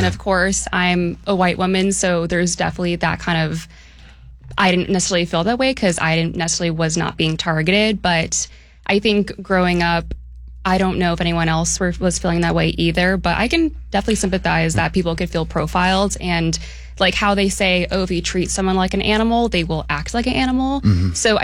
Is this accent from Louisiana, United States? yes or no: no; Jersey City, New Jersey, United States; now in Seattle, United States; growing up in Jersey City, New Jersey.